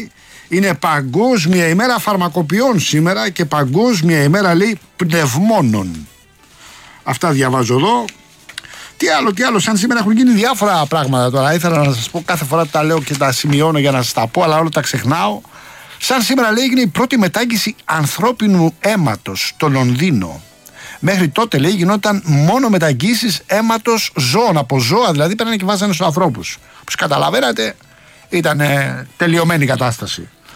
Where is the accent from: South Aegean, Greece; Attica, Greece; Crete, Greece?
Attica, Greece; Rafina; 16 βαθμούς εκεί στην πατρίδα μου στη Ραφίνα